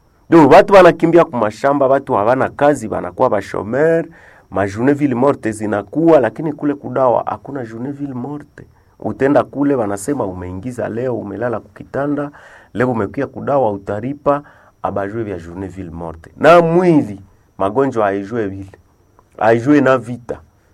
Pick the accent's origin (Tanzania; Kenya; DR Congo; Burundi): DR Congo; Bulongo, North Kivu; also born or lived in Lume / Mutwanga / Kasindi; lakini ba kule kwetu Bulongo kule kwetu Lume Mutwanga Kasindi